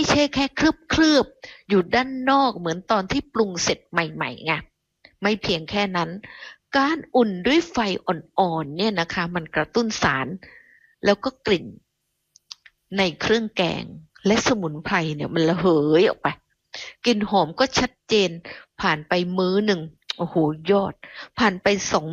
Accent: Southern Thailand, Thailand; เราเด็กใต้

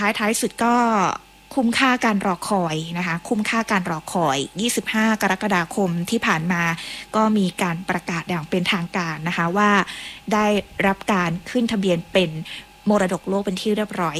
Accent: Southern Thailand, Thailand; ก็ถือว่าเป็นความภาคภูมิใจของพวกเราคนไทยแล้วก็โดยเฉพาะพวกเราชาวใต้นะคะ

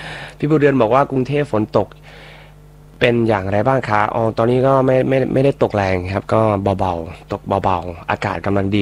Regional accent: Chaiyaphum, Thailand; ผมคนเชียงภูมิเนี่ยทักทายพี่น้องคนบุรีรัมย์เลยสำเนียงผมอาจจะไม่ได้นะ

